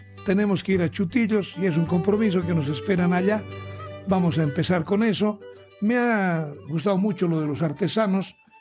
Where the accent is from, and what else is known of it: Bolivia